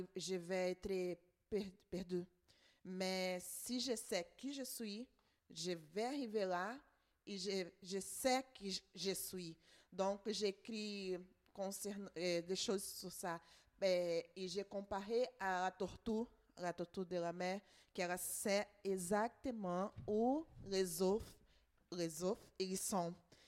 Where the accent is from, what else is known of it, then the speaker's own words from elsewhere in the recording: Brazil; French is a second language; now in Belgium; moi, par exemple, je suis brésilienne, je suis ici en Belgique.